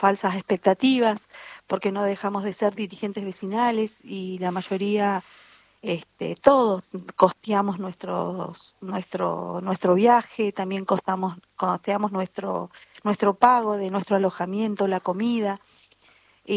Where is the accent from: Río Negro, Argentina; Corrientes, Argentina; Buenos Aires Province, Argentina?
Río Negro, Argentina; Bariloche; y bueno, yo como Bariloche, soy de Bariloche, de la provincia de Río Negro también